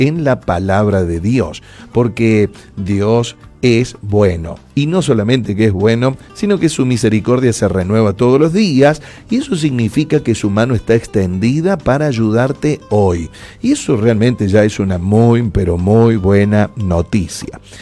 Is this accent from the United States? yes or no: no; Argentina; nosotros como argentinos